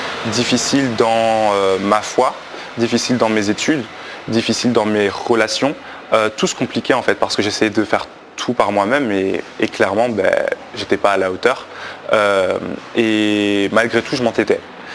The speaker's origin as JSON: {"language": "French", "country": "Belgium", "tie": "born or raised there", "said": "Donc j'ai grandi en Belgique, du coup, voilà, j'ai eu une enfance assez normale avec ma famille qui est chrétienne"}